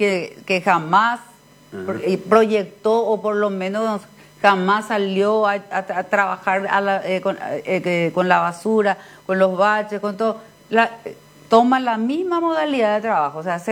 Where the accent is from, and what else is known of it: Paraguay